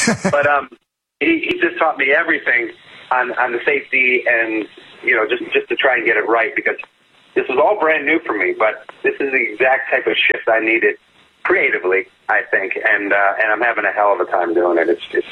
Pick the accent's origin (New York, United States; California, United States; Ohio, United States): Ohio, United States; Cleveland; moved away; also born or lived in Kansas City, Missouri; I'm from Cleveland